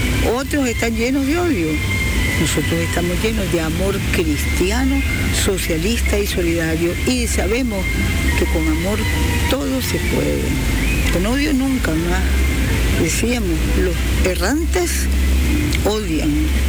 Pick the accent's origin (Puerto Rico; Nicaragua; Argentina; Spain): Nicaragua; Y para nosotros, pueblo luchador, pueblo de Sandino, pueblo de Darío, pueblo de Celedón, pueblo de Rigoberto, pueblo nicaragüense